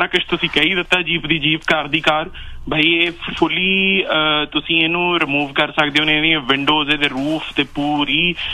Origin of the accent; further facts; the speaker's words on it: Patiala, Punjab, India; ਮੈਂ ਪਟਿਆਲੇ ਦਾ ਬਈ।